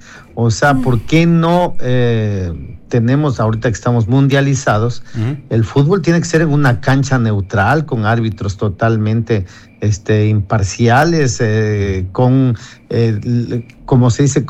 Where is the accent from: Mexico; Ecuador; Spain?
Ecuador; Sierra; born there; Soy ecuatoriano, nacido en suelo ecuatoriano